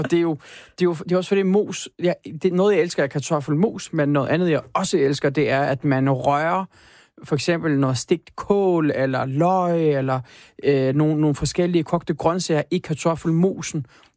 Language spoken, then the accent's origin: Danish; Turkey; Jeg skal ikke komme som en tyrker og starte borgerkrig i Danmark.